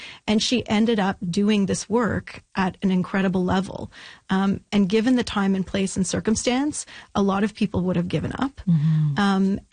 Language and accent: English; Ottawa, Ontario, Canada; I'm actually from Ottawa originally